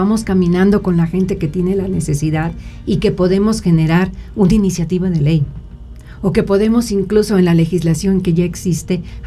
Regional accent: Mexico; para fortalecernos como mexicanos

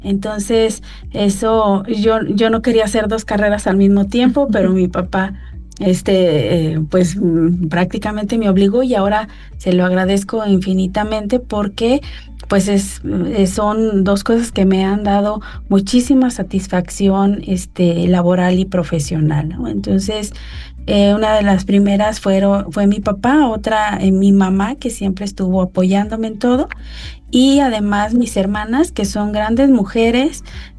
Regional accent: Matehuala, San Luis Potosí, Mexico; soy originaria de Matehuala, San Luis Potosí.

